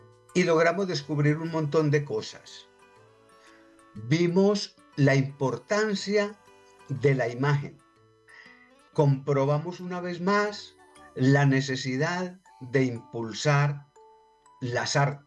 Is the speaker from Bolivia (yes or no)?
no; Colombia; Soy un maestro colombiano, jubilado.